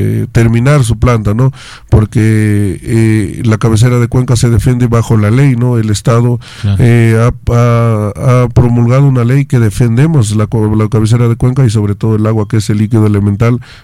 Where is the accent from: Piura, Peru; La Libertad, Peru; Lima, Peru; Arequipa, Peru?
La Libertad, Peru; Huaranchal district, Otuzco province; mi querido distrito de Huaranchal.